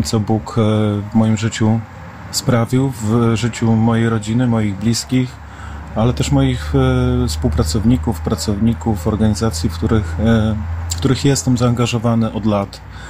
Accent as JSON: {"language": "Polish", "town": "Łomża", "region": "Podlaskie Voivodeship", "country": "Poland", "tie": "born or raised there", "also_born_or_lived": "Białystok", "said": "Tam się urodziłem, ale wychowałem się w Łomży. W Łomży mieszka"}